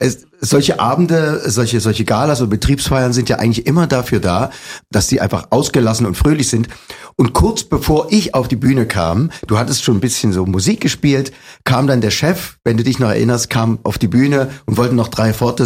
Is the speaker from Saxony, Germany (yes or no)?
yes; Leipzig, Saxony, Germany; accent: Saxon; Ich bin gebürtiger Leipziger